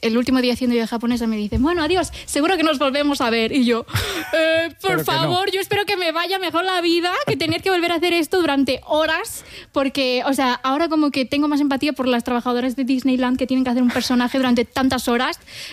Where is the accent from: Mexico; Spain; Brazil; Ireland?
Spain; Santiago de Compostela, Galicia; yo soy cristiana un poco por imposición contextual, que soy de Santiago Compostela.